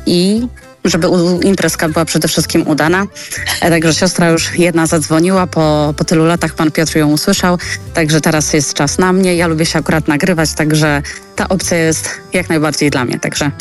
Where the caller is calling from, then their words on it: Mława, Masovian Voivodeship, Poland; już jakby z Mławy, ale aktualnie znajdujemy się nad Polskim Morzem w Jastrzębiej Górze.